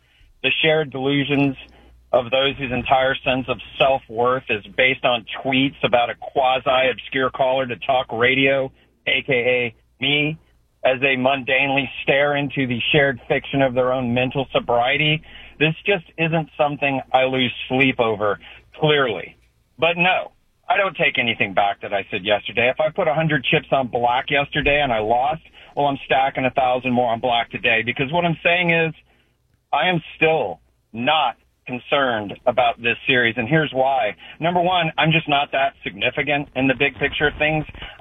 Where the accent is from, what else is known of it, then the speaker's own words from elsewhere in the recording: San Antonio, Texas, United States; now in Austin, United States; I do live in Austin now, but I was born at Fort Sam Houston. I grew up in San Antonio